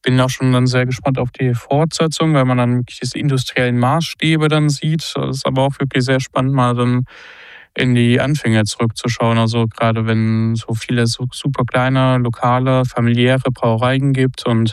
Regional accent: Southern Germany, Germany; als Süddeutscher

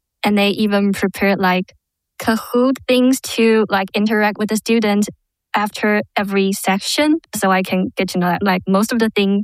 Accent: Taiwan; moved away as an adult; now in Karlsruhe, Germany; I'm from Taiwan, studying in the National Taiwan University back then.

